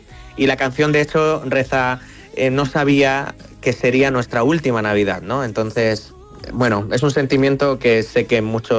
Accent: Region of Murcia, Spain; Yo este año es la primera vez que no voy a estar en Murcia, porque yo soy de Murcia

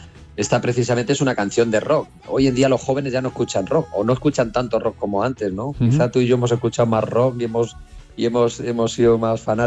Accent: Spain; nosotros aquí en España

